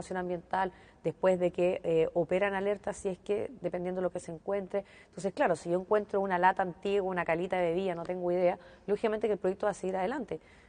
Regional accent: Antofagasta, Chile; Yo represento a la ciudad de Antofagasta, soy antofagastina, y por lo tanto toda la vida he convivido, primero viendo a mis abuelos con manchitas blancas por el arsénico en el agua

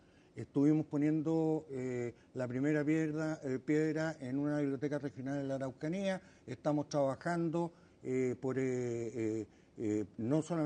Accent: Basque Country, Spain; Bueno, es que a mí yo soy vasco y los vascos somos buenos para discutir.

